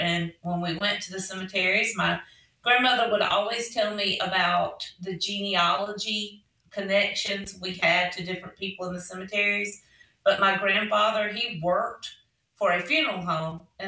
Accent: Greenville, Alabama, United States; born or raised there

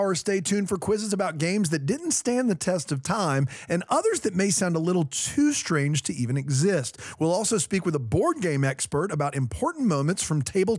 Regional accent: Columbia, South Carolina, United States; my hometown of Columbia, South Carolina.

